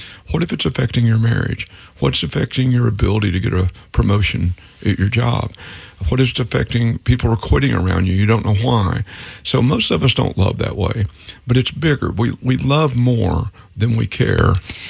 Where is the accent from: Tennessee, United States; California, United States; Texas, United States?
Texas, United States; I'm a Texan